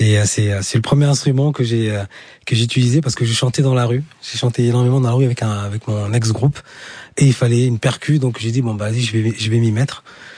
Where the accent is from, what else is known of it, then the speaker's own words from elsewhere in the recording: Senegal; first language Diakhanke; French is a second language; c'est ma langue maternelle, parce qu'au Sénégal, c'est le Wolof.